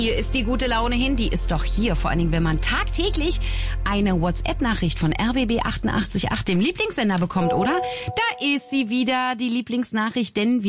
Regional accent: Berlin, Germany; ich bin Berlinerin, Ostberlinerin

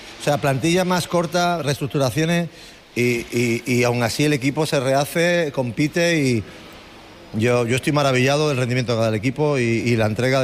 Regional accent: Málaga, Andalusia, Spain; Y yo soy de Málaga, yo soy de Maristas, yo muy orgulloso, o sea, por supuesto.

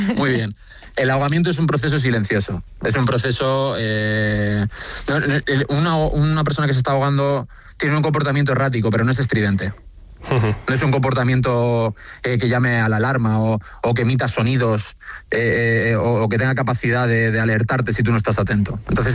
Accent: Fuerteventura, Canary Islands, Spain; born or raised there; also born or lived in San Sebastián

